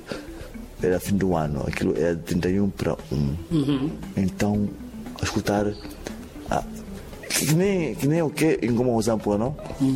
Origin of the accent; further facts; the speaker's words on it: Zambezia, Mozambique; Minha cultura. Minha identidade. Eu gosto de Uti. Uti é uma dança tradicional da minha terra.